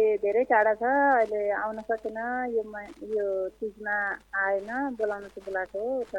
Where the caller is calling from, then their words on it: Terhathum, Koshi Province, Nepal; म तेह्रथुमबाट